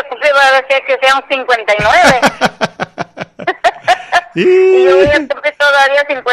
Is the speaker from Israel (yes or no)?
no; Jiquipilas, Chiapas, Mexico; born there; now in Coatzacoalcos, Mexico; Yo dejé mi ombligo allá en el estado de Chiapas.